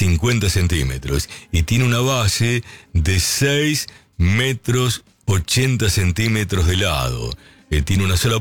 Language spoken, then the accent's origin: Spanish; Argentina; Y también creo que como argentinos, en este 25 de mayo, tendríamos que aprender a valorar más el trabajo, sea cual sea.